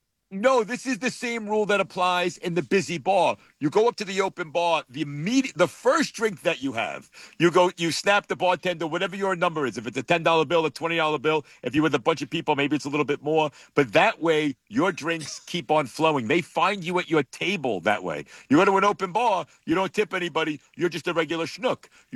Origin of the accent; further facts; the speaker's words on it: Brooklyn, New York, United States; Wendy, I'm from Brooklyn, Staten Island. We tipped the toll booth collector.